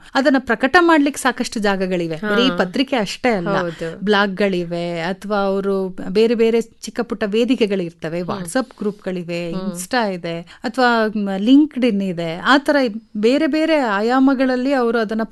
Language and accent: Kannada; Karnataka, India; ನಾವು ಕನ್ನಡಿಗರಾಗಿ